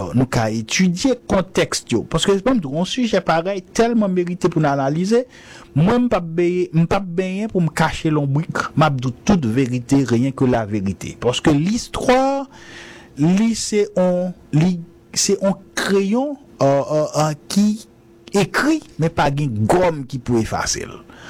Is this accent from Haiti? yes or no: yes; Haiti; Mais haïtiens sont peuple qui est très conservateur.